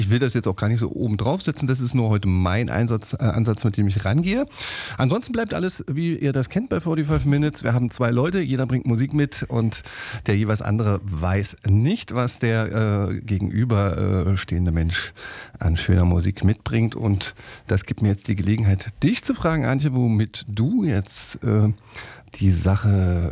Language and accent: German; Frankfurt, Brandenburg, Germany; Ich komme gerade aus ja quasi meiner Heimatstadt, die Stadt, wo meine Mutter gelebt hat, Frankfurt-Oder.